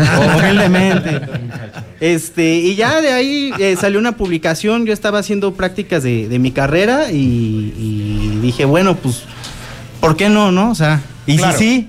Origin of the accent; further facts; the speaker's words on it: Celaya, Guanajuato, Mexico; yo soy de Celaya